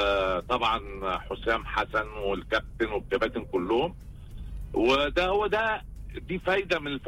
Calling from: Egypt; أنا واحد من مصر

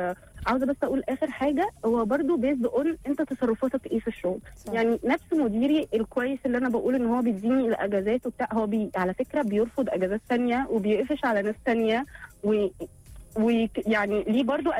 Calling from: Egypt; احنا كمصريين

